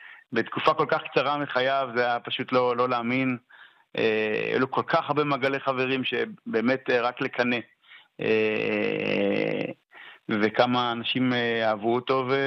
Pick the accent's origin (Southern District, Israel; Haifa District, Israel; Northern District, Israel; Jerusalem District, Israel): Northern District, Israel; Yogev; born there; also born or lived in Megiddo; אני נולדתי במושב היוגב, גם אופרי, אבל היינו 15 שנה חברי קיבוץ מגידו, שחזרנו חזרה למושב